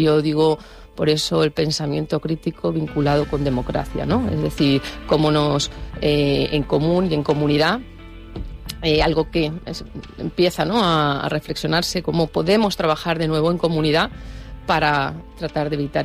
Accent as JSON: {"language": "Spanish", "town": "Madrid", "region": "Community of Madrid", "country": "Spain", "also_born_or_lived": "Canary Islands", "moved": "yes", "said": "Y yo me considero, otro tema con el que estoy trabajando, que me apetece mucho seguir andando sobre él, que soy madrileña, ¿no? Soy una mezcla entre las islas y Madrid."}